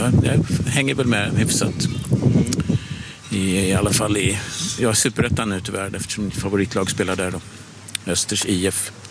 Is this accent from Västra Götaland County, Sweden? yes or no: no; Skåne, Sweden; Jag kommer från Skåne och ett gäng spelningar där.